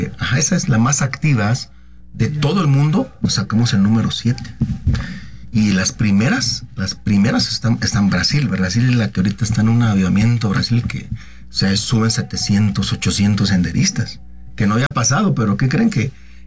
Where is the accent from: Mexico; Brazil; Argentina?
Mexico; Cuernavaca, Morelos; born there; De Morelos, nací en Cuernavaca, Morelos. Mis padres son de un pueblito que se llama El Estudiante Morelos.